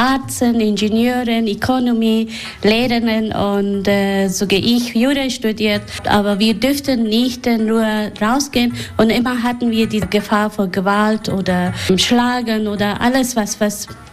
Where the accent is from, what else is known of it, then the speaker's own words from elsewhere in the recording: Kabul, Afghanistan; now in Germany; Nee, ich komme aus Kabel.